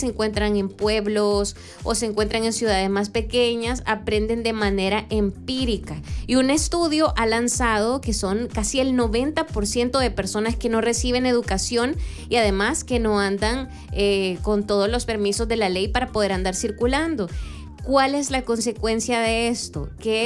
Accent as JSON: {"language": "Spanish", "country": "El Salvador", "said": "como salvadoreños, como ciudadanos en general, tenemos que tomar acción por este tipo de cosas."}